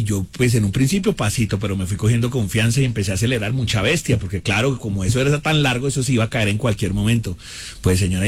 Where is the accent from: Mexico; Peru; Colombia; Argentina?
Colombia; Y como buen colombiano